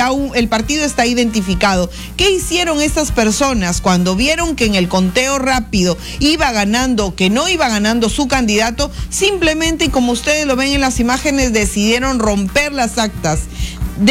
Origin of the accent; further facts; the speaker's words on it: Piura, Peru; como peruanos o como piuranos